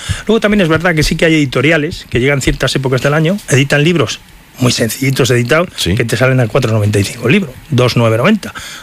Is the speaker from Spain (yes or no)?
yes; Spain; Funciona muy bien, como españoles que somos.